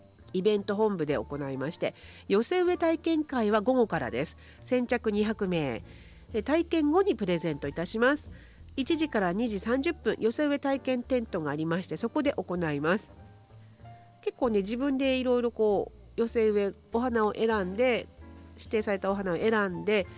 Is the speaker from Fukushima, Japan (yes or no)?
yes; Ten'ei, Fukushima, Japan; ちょうど私の出身地天栄村なんですが、天栄村では木の里天栄といいまして道の駅があります。実家からすぐなんですけど